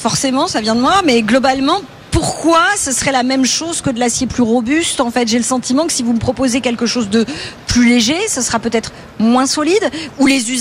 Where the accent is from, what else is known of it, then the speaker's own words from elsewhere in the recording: Paris, Île-de-France, France; je suis une Parisienne